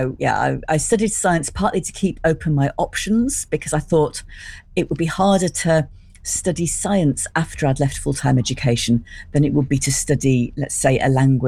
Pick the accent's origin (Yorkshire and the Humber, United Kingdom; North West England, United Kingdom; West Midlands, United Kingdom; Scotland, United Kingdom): Yorkshire and the Humber, United Kingdom; Sheffield; I grew up in Sheffield.